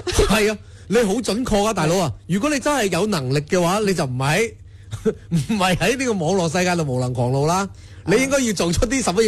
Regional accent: China; 我哋中国人系咁嘅吓。

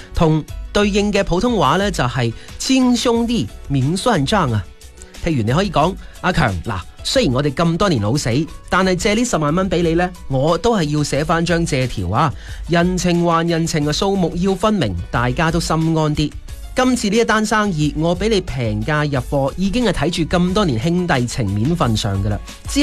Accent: Guangdong, China; 我哋广东人一种非常之成熟而且理性嘅处世哲学

